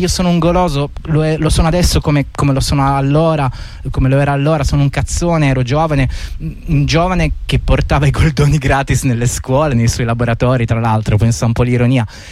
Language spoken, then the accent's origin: Italian; Basilicata, Italy; now in Bologna, Italy; Prendevo un treno da Bologna verso la mia terra primigena, la Basilicata